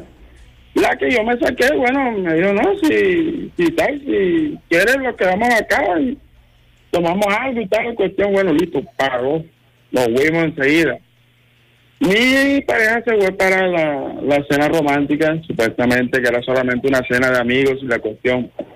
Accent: Bolívar, Colombia; O sea, yo vivo acá en Central Valle, pero yo soy costeño. Pero en la región momposina.

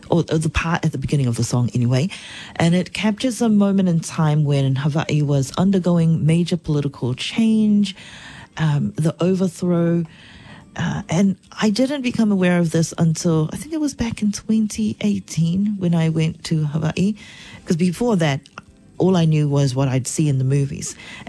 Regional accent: Niue; because I come from Niue, or the majority

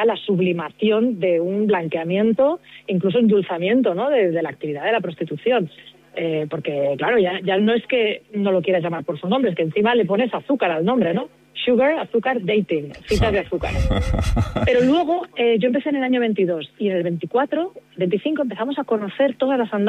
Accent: Barcelona, Catalonia, Spain; now in Madrid, Spain; porque yo soy de Barcelona. Esto podría estar ambientado en Pedralbes, ¿no? Pero bueno, como llevo 15 años aquí en Madrid

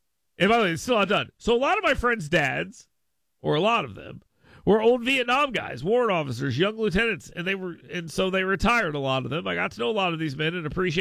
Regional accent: Fort Rucker, Alabama, United States; And I grew up in Fort Rucker right here in my district.

